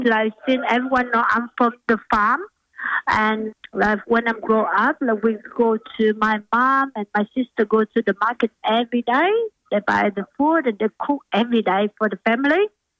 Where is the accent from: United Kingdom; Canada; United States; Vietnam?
Vietnam; English is a second language; moved away as an adult; now in Australia; Yeah, I'm from Vietnam, so I've been here 2011 with overseas students, and I'm studying accounting, the master's degree in Griffith University